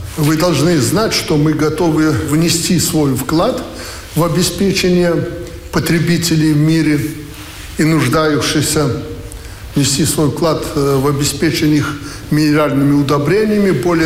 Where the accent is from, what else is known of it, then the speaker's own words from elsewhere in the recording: Belarus; мы, белорусы